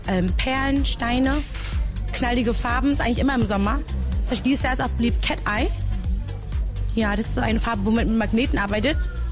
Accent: Vietnam; now in Germany; ich komme aus Vietnam

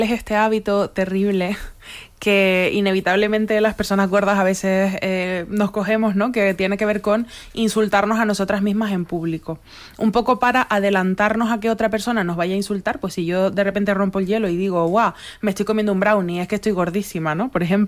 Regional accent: Canary Islands, Spain; Yo como persona canaria esto lo vivo muchísimo, el haber empezado a escribir hablando en peninsular y luego cómo voy a hablar de mi pueblo en otro lenguaje, ¿no? Que no sea el mío.

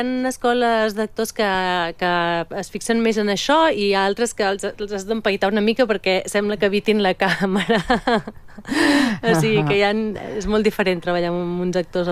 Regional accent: Tona, Catalonia, Spain; jo sóc de Manlleu, de Tona

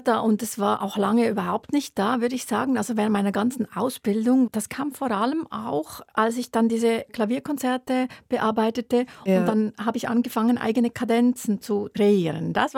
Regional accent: Switzerland; bei uns als Schweizerin, genau.

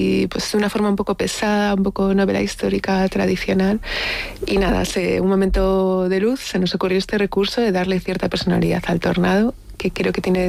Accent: Galicia, Spain; Hay una gran mujer en la novela, que es una gallega, yo soy gallega, de ahí ha salido

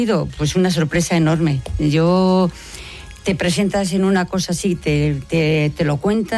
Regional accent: Briviesca, Castile and León, Spain; Y yo soy de Burros, bueno, de Briviesca.

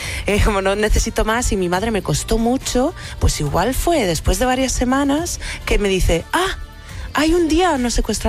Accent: Galicia, Spain; also born or lived in Pontevedra; Hay muchísimo talento en Galicia, estamos todos fuera, o casi todos. Es difícil vivir de la cultura, yo vivo en Santiago

